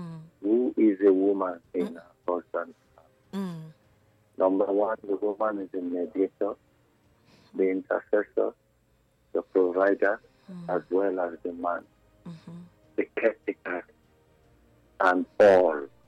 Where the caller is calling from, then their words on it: Iwoba, Nigeria; calling from Iwoba.